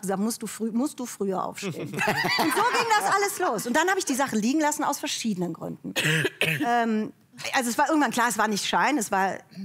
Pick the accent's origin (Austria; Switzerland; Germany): Germany; Cologne, North Rhine-Westphalia